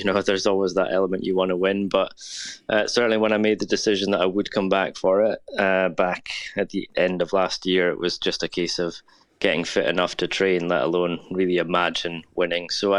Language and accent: English; Scotland, United Kingdom; as a Scot racing in Scotland in front of a Scottish crowd